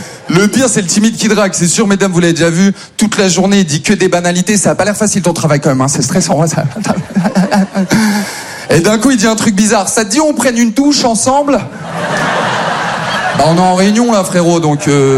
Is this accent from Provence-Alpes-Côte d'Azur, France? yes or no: no; Maubeuge, Hauts-de-France, France; now in Paris, France; Moi, je viens de Maubeuge.